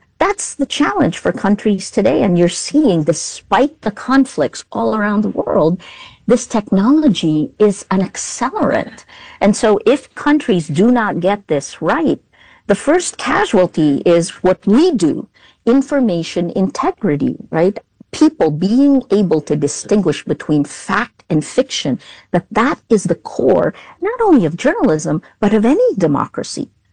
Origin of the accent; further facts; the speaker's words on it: Philippines; Because I come from the Philippines.